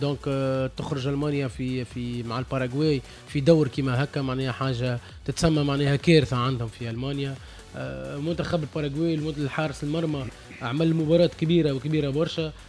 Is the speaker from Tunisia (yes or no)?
yes; Tunisia